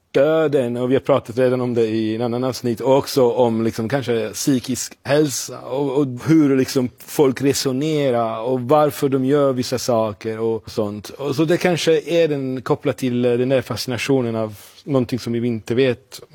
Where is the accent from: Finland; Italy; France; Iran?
Italy; Sardinia; Swedish is a second language; now in Gothenburg, Sweden; Jag pratar svenska ganska bra, men jag var på semester 10 dagar på Sardinien hemma.